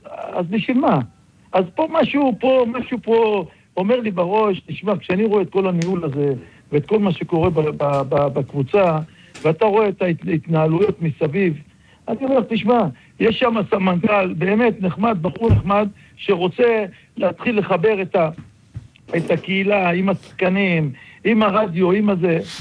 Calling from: Netanya, Central District, Israel; אצלנו בנתניה

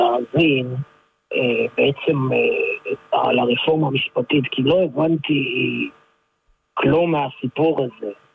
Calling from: Ashkelon, Southern District, Israel; ואני מאשקלון.

